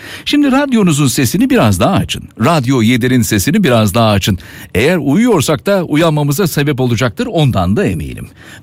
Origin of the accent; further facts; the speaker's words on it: Istanbul, Turkey; ben İstanbul'da doğdum, büyüdüm, yetiştim.